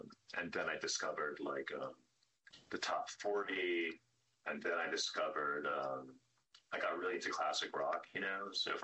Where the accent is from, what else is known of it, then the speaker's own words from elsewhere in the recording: United States; moved away as an adult; also born or lived in Scotland; now in New York, United States; I'm American, you know, literally off the boat or off the plane.